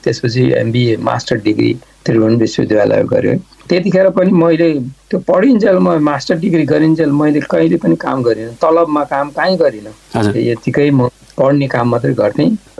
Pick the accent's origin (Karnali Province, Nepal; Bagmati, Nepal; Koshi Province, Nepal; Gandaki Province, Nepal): Bagmati, Nepal; Bhandara; बजार हाम्रो चितवनमा एउटा बजार छ जसलाई भण्डारा बजार भन्छ, त्यो बजारमा हुर्केको।